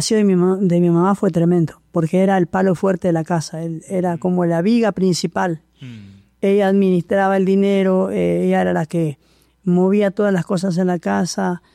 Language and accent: Spanish; Mercedes, Soriano, Uruguay; also born or lived in Montevideo, Uruguay; Prácticamente yo nací en Montevideo, un día 2 de febrero. Y luego me fui al interior, nos mudamos al interior. Estuve en la ciudad de Mercedes.